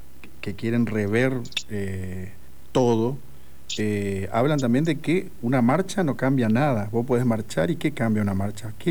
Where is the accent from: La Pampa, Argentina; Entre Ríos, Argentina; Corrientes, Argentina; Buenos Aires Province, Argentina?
Corrientes, Argentina; Aclaro que me crié en Corrientes, una cultura bastante machista, que inclusive se jactan de ser así, y que inclusive las mujeres son hasta machistas, te diría.